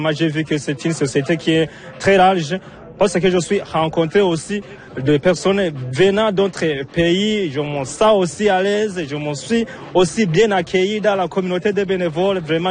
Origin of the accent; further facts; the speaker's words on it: Burundi; Je viens au Burundi.